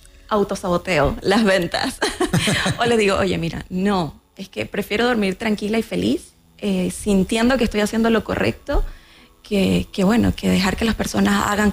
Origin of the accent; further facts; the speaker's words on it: Venezuela; now in Chile; cuando llegué a Chile. Bueno, porque yo soy de Venezuela